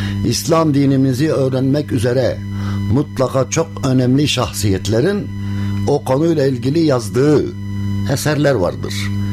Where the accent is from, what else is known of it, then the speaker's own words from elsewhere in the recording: Siirt, Siirt Province, Turkey; born there; now in Ankara, Turkey; 5-7-1956 Siirt doğumluyum.